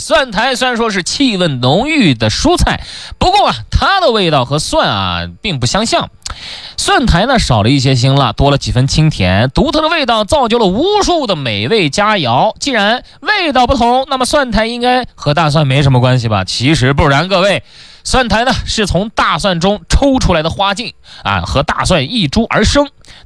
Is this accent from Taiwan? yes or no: no; Xinjiang, China; 这个咱们新疆人吃拌面啊，没有蒜的话，这个拌面这整顿饭吃下来是不完整的啊。